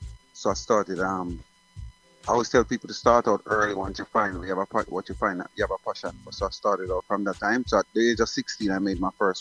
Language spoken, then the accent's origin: English; Stuartown, Jamaica; born there; moved away; also born or lived in Mountain View / New York; I grew up in a rural town called Stuartown.